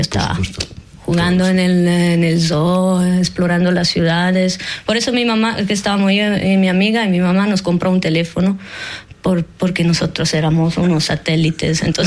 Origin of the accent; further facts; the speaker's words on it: Ticino, Switzerland; Spanish is a second language; moved away as an adult; now in Marseille, France; De hecho, crecí en las montañas, en pueblitos de montaña, y pasé toda mi niñez jugando en los bosques.